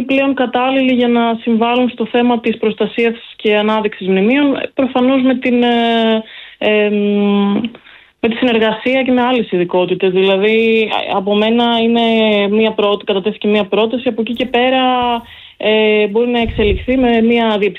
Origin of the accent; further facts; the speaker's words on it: Nea Figaleia, Peloponnese, Greece; κατάγομαι και από τη Νέα Φιγαλία